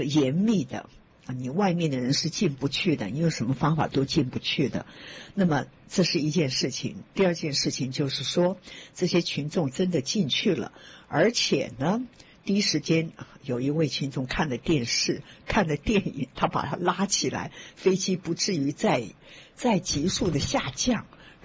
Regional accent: China; 哦，这好像是我觉得我们中国人讲的天时地利人和。

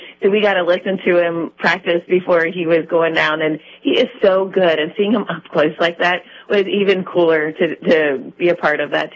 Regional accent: Cincinnati, Ohio, United States; born or raised there

